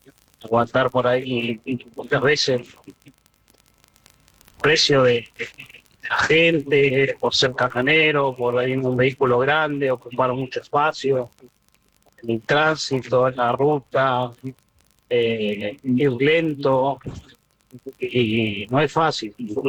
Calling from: Tigre, Buenos Aires Province, Argentina; de Tigre.

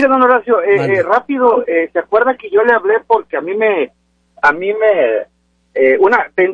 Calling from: Lakewood, Washington, United States; yo vivo en Leywood, en el otro lado de la American Lake.

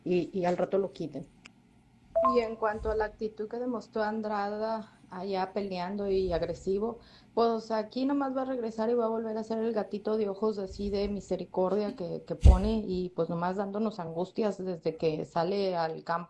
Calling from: Mexico; debemos de apoyarnos como mexicanos

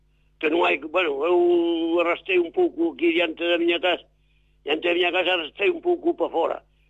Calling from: Mourente, Galicia, Spain; En esto, Rúa dos Pradiños, aquí Mourente.

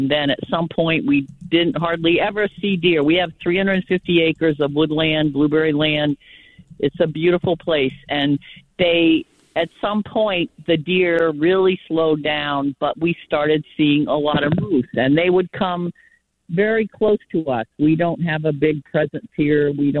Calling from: Hancock County, Maine, United States; we've been out here in Township 32 for 52 years

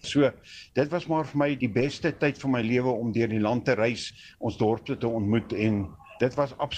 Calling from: Klerksdorp, North West, South Africa; ek is hier van Klerksdorp.

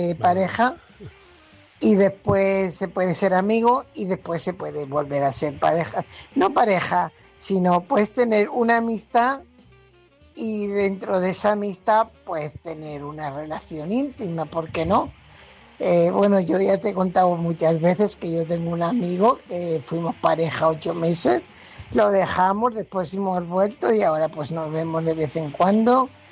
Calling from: Fuenlabrada, Community of Madrid, Spain; corresponsal de Fuenlabrada.

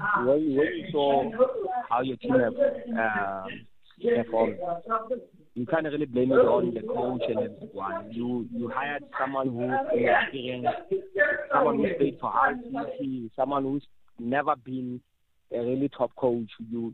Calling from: South Africa; if I was not being a South African

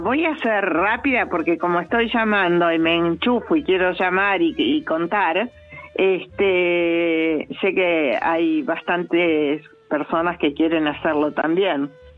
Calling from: Acasuso, Buenos Aires Province, Argentina; de Acasuso.

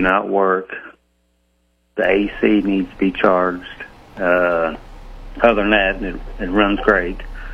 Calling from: Boonville, Missouri, United States

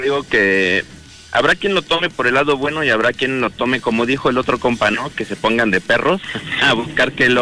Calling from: Mexico City, Mexico; del meritito Tlalpan.

